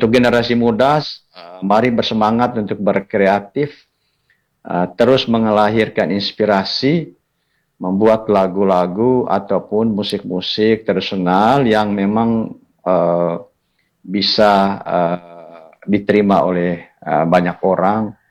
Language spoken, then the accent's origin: Indonesian; Manggarai, East Nusa Tenggara, Indonesia; sebagai orang Manggarai atau pelaku seni tradisional